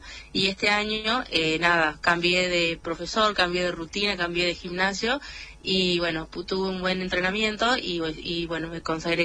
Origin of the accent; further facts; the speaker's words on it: San Miguel de Tucumán, Tucumán, Argentina; now in Yerba Buena, Argentina; toda mi vida viví en Tucumán capital, y ahora ahora vivo en Yerba Buena, que es como a 20 minutos de capital.